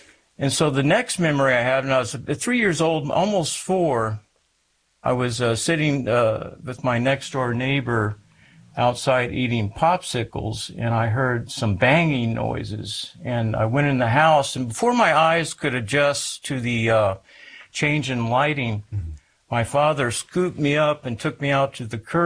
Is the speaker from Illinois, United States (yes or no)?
no; San Antonio, Texas, United States; born there